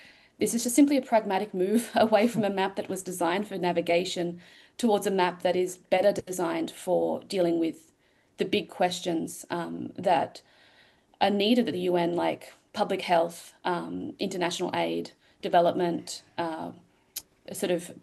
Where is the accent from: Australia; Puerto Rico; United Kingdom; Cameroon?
Australia; now in United States; I presume you can tell I'm an Australian, even though I live and work in the US.